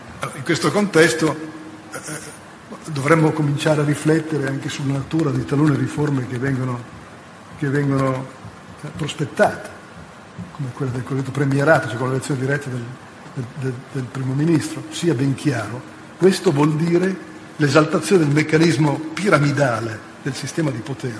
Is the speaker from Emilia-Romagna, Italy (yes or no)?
no; Quistello, Lombardy, Italy; Quistello, che è il mio paese